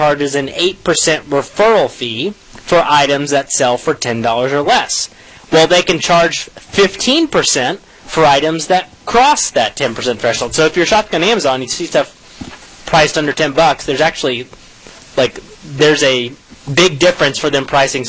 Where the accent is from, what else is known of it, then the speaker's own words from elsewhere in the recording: Arkansas, United States; now in Texas, United States; I grew up in Arkansas.